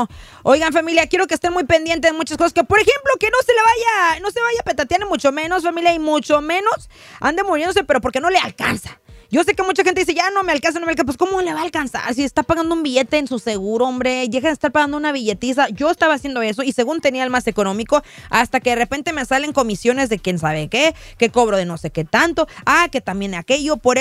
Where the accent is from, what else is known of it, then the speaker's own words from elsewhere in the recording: Rosarito, Baja California, Mexico; now in United States; allá de donde yo soy, allá en Rosarito